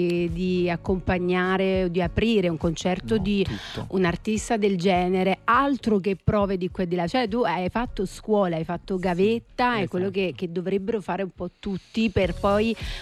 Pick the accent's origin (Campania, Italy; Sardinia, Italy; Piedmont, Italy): Campania, Italy; Io sono di provincia, della provincia di Napoli, e sono napoletana